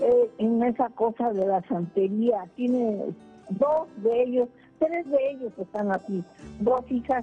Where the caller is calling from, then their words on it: Los Reyes La Paz, State of Mexico, Mexico; De Los Reyes, La Paz, Estado de México